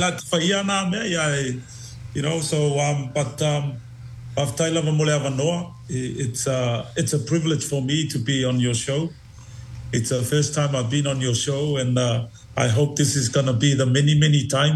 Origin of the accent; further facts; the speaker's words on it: Otara, Auckland, New Zealand; So that's my heritage, and I was born here, and I was raised in New Zealand. I was one of those Otara, you know, generation, you know, the old school generation in Otara.